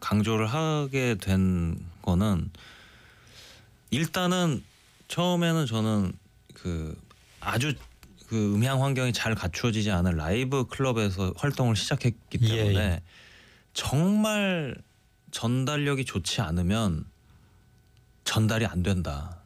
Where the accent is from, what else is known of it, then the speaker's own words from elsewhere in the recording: South Korea; first language Korean; 근데 저는 뭐 당연히 대한민국에서 나고 자랐기 때문에